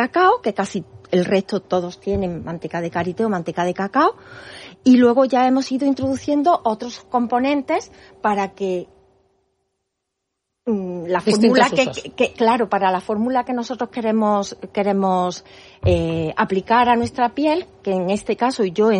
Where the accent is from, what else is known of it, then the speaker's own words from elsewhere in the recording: Córdoba, Andalusia, Spain; de una almazara de Córdoba, de mi tierra